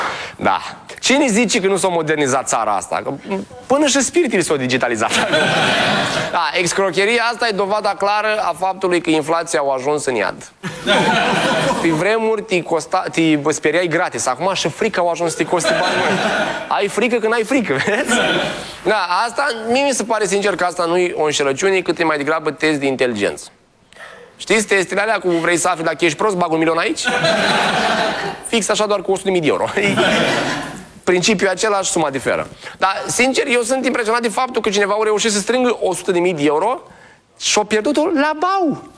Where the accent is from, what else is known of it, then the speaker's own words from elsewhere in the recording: Moldova; Scuze, sunt moldovean, am problemele astea.